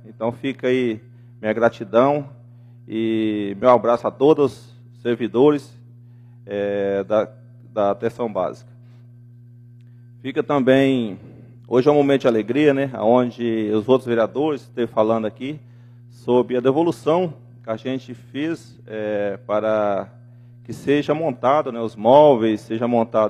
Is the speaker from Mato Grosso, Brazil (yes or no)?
yes; Vila Rica, Mato Grosso, Brazil; A gente que mora aqui em Vila Rica, eu nasci em Vila Rica, né, 41 anos que eu moro aqui